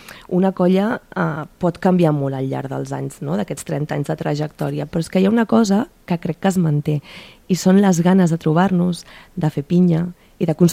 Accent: Caldes, Catalonia, Spain; La majoria som de Caldes.

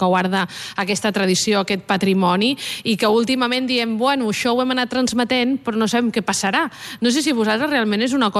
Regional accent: Borriana, Valencian Community, Spain; now in Barcelona, Spain; jo de fet soc valenciana, soc de Borriana, un poble de Castelló, i fa també molts anys que soc aquí a Barcelona, fa 26 anys.

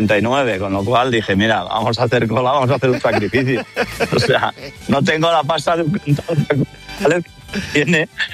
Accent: Spain; Ya sé que soy el típico español que no, llevo 20 días aquí y ya está.

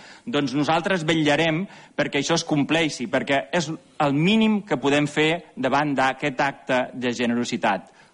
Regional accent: Reus, Catalonia, Spain; Jo vinc de Reus, i allà anàvem a una escola i me'n recordo el mestre que ens va ensenyar català

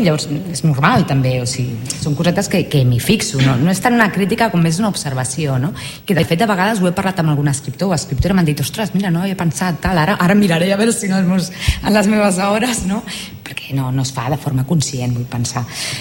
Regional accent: Santa Perpètua de Mogoda, Catalonia, Spain; Jo que sóc de Santa Perpètua de la Moguda, un poblet a costat de Sabadell

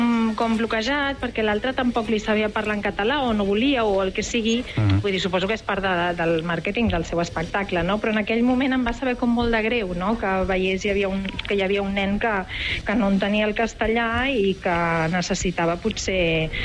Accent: Barcelona, Catalonia, Spain; Costa, costa, perquè quan et pregunten d'on ets, jo sempre dic que sóc de Barcelona.

